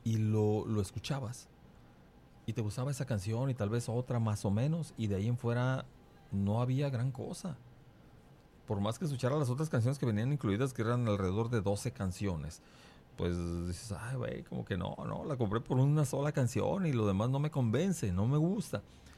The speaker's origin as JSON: {"language": "Spanish", "country": "Mexico", "said": "la mayoría de los mexicanos hoy estamos haciendo chonguitos para que nuestra selección dé un buen papel"}